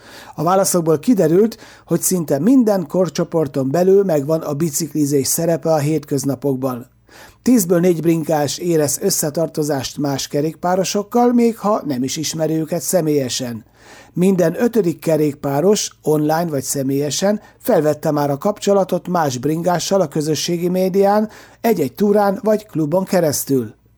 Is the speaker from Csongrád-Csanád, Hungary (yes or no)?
no; Söjtör, Zala, Hungary; én gyermekkoromban a szomszéd faluban Söjtörön nőttem fel